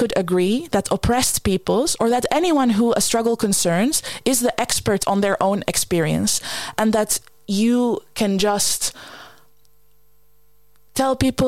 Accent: Netherlands; I grew up in the Netherlands where opinions are sacred.

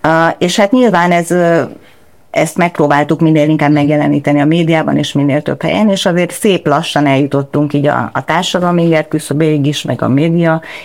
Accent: Hungary; mert ugye magyarok vagyunk

